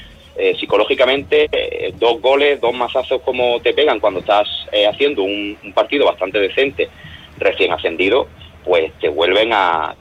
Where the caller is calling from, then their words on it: Netherlands; Como cada partido vamos a estar desde Holanda